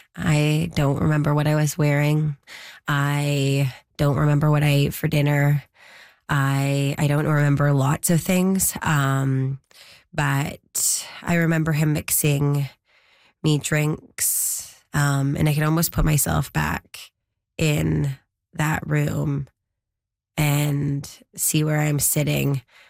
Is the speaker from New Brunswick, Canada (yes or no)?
no; Vancouver, British Columbia, Canada; also born or lived in Fort St. John; I'm from Vancouver area, lower mainland.